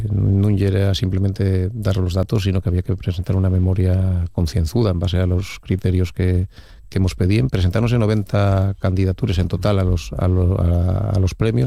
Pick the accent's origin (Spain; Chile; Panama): Spain; Asturias; Yo siempre digo, desde dentro, soy del Oriente